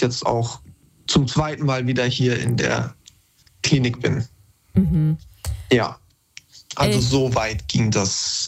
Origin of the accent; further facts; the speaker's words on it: Baden-Württemberg, Germany; weil ich halt nicht aus der Umgebung Berlin komme. Ich komme aus Baden-Württemberg.